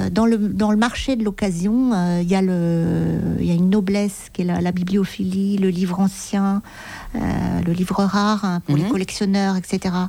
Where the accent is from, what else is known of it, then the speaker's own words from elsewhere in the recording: Paris, Île-de-France, France; born there; Non, je suis née à Paris. Mon père était tourangeau, ma mère allait du Lot-et-Garonne